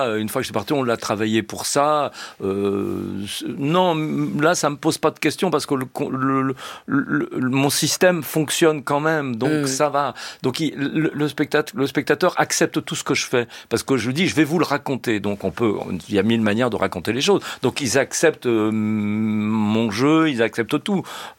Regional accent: Le Havre, Normandy, France; Moi, je suis du Havre.

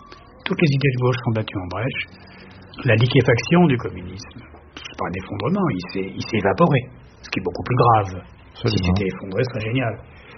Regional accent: Paris, Île-de-France, France; Moi, je suis né à Paris.

